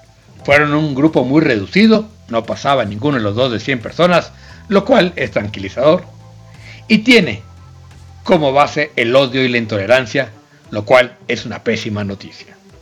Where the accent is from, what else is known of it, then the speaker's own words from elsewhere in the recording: Mexico; Podemos, como ciudadanos mexicanos